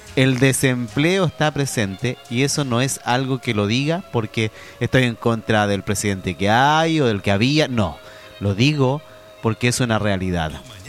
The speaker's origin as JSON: {"language": "Spanish", "town": "Melipilla", "region": "Santiago Metropolitan Region", "country": "Chile", "tie": "born there", "also_born_or_lived": "El Monte / San Antonio", "said": "en mi comuna donde nací, Melipilla, acá en San Antonio, donde mi padre también tiene sus padrinos, en la comuna del Monte donde vivía antiguamente, toda la zona del Maipo"}